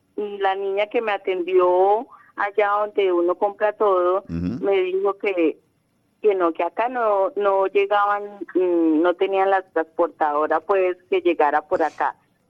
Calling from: Medellín, Antioquia, Colombia; Mi mamá vive en Mariquita, Tolima, pero yo vivo en Medellín.

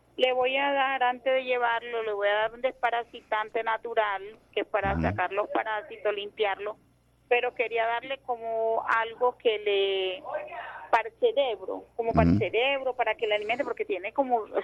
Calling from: El Bagre, Antioquia, Colombia; Yo soy del Bagre, Antioquia.

